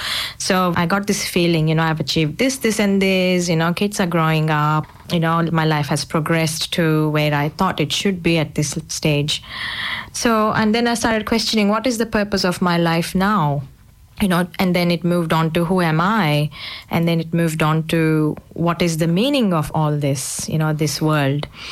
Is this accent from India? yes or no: yes; India; now in Adelaide, Australia; being an Indian and a Hindu